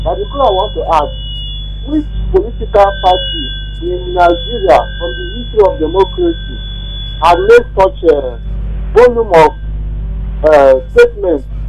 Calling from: Brazil; I'm calling from Brazil.

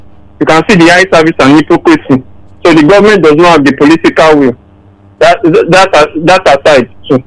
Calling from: Lagos, Nigeria; from Lagos.

